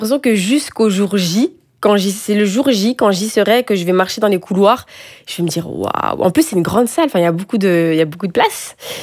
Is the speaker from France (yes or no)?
no; Brussels, Brussels-Capital Region, Belgium; on est de Bruxelles toutes les deux